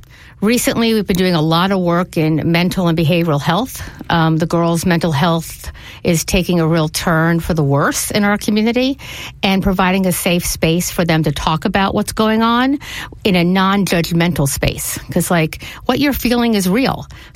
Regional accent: Tulsa, Oklahoma, United States; I still have both my parents in my life. I grew up in Tulsa, Oklahoma, and my father said I could do whatever I wanted to do.

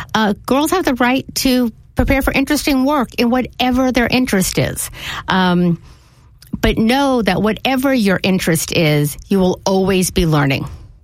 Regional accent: Tulsa, Oklahoma, United States; moved away; I grew up in Tulsa, Oklahoma

